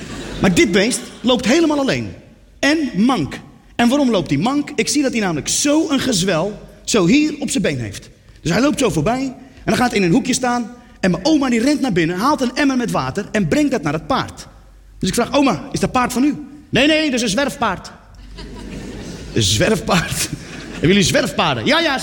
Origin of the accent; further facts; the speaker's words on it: Netherlands; Ik zeg, ik kom uit Nederland, daar heb je geen zwerfpaarden.